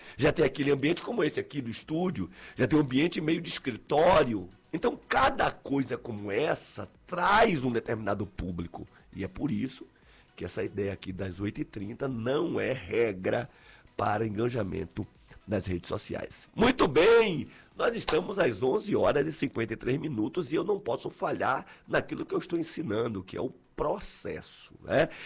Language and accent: Portuguese; Salvador, Bahia, Brazil; A gente não, a gente é aqui de Salvador, calor o tempo todo.